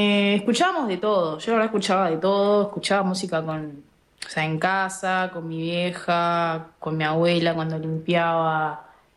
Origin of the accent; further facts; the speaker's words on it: Montevideo, Uruguay; born there; also born or lived in Barra de Santa Lucía, Montevideo; yo nací en Villa Española, barra La Unión. A mis 11 años me mudé para barra Santa Lucía, que es el lugar donde vivo hoy. Barrio que quiero mucho, la verdad. Bueno, crecí con mi vieja y con mi hermano.